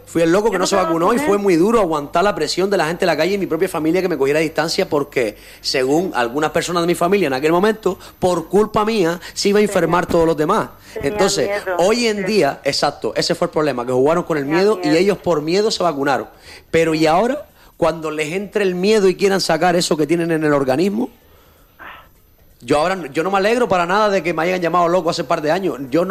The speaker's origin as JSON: {"language": "Spanish", "region": "Canary Islands", "country": "Spain", "said": "como canarios que somos"}